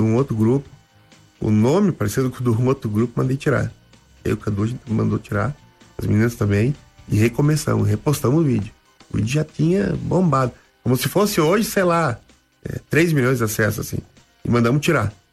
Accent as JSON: {"language": "Portuguese", "region": "Rio Grande do Sul", "country": "Brazil", "lives_now": "Curitiba, Brazil", "said": "Eu sou gaúcho, vou perder a identidade. Meio bairrista ainda, né? Tu vê, depois virei bairrista curitibano."}